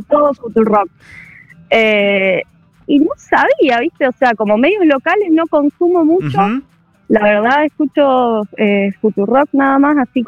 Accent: Las Heras, Mendoza, Argentina

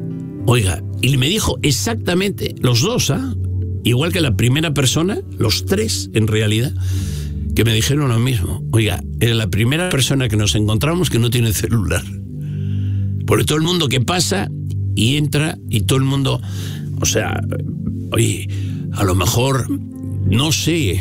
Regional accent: Vigo, Galicia, Spain; No, yo vengo de Vigo, anda, en Vigo, sí, qué lindo, ahí se vive, ¿no? Junto al mar y tal.

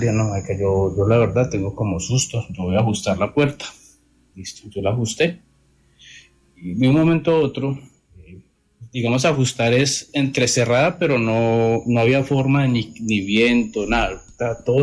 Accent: Manizales, Caldas, Colombia; Digamos que la historia es en Manizales, yo soy de Manizales.

